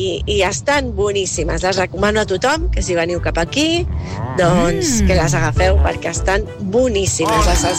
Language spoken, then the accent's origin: Catalan; Sitges, Catalonia, Spain; de Sitges i a mi m'agraden molt les braves, sempre les demano a tot arreu.